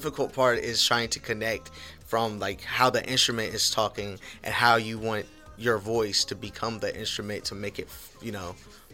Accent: Jeffersonville, Indiana, United States; born there; first language English; I was born in Jeffersonville, Indiana. But root wise, again, it was Querétaro, Mexico.

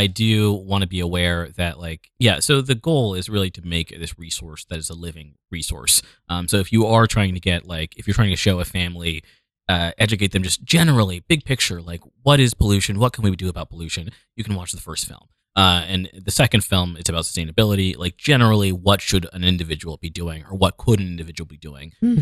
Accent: California, United States; born there; I was born in California.

